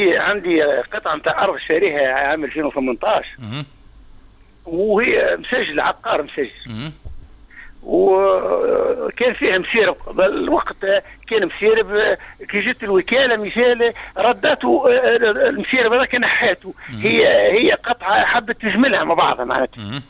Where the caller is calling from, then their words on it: Majel Bel Abbès, Kasserine Governorate, Tunisia; من المجلب العباس